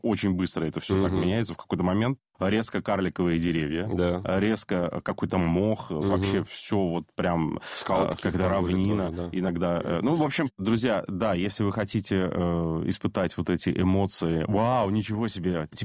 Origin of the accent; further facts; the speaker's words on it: Novy Urengoy, Yamalo-Nenets Autonomous Okrug, Russia; moved away; я вырос в Ямало-Ненецком автономном округе, в городе Новый Уренгой